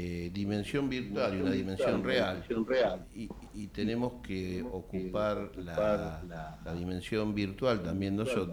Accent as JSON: {"language": "Spanish", "country": "Argentina", "said": "los que somos argentinos y argentinas"}